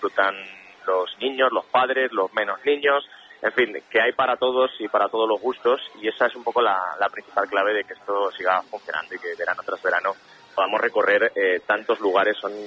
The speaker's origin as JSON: {"language": "Spanish", "area": "El Bierzo", "region": "Castile and León", "country": "Spain", "said": "botillo del Bierzo, de mi tierra"}